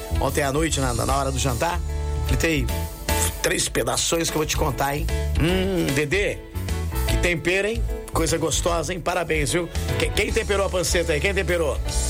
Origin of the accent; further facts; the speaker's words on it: Descalvado, São Paulo, Brazil; Descalvado, minha terra querida, amada e inesquecível, Farmácia São Paulo.